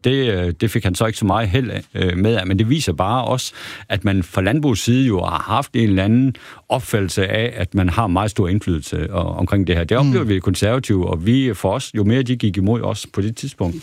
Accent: Herning, Central Denmark Region, Denmark; nu kommer jeg fra Herning Kommune, hvor Venstre klarer sig rigtig godt, og der er jo ikke en flække, hvor der ikke er en Venstreforening

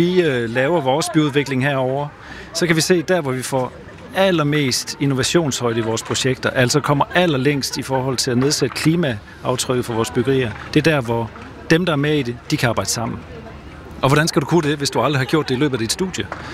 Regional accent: Aarhus, Central Denmark Region, Denmark; Jamen, jeg er fra Aarhus.

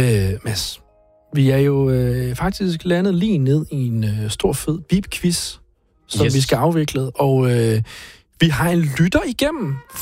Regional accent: Herning, Central Denmark Region, Denmark; jeg er jo selv fra Herning

